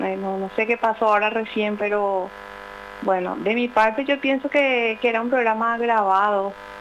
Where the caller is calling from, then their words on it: Luque, Central, Paraguay; que estoy llamando de Luque.